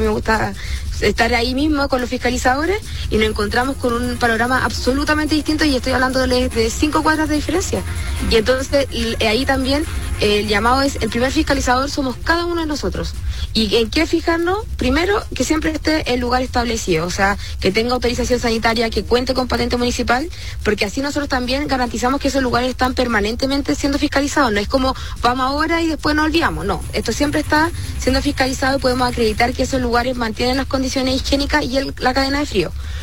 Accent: Chile

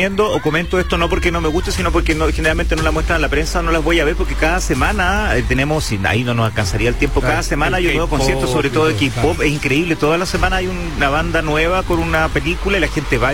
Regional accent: Chile; cómo somos los chilenos

